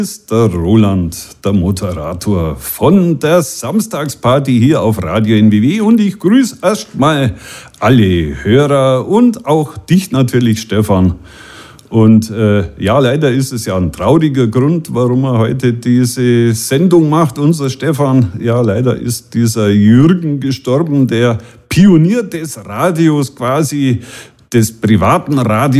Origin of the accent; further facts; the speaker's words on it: Bavaria, Germany; die hier in der Augsburger Ecke, wo ich herkomme, wunderbar zu empfangen waren.